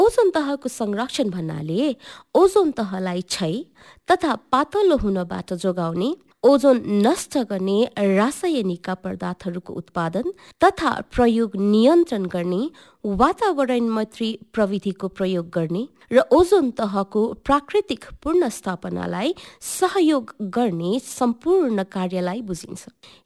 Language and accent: Nepali; Darjeeling, West Bengal, India; मेरो गाउँ चाहिँ बेनेकबन च्या बगान लेबोङ दार्जिलिङमा पर्छ